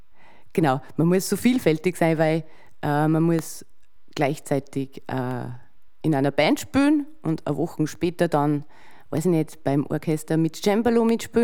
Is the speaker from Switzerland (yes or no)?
no; Bad Goisern, Upper Austria, Austria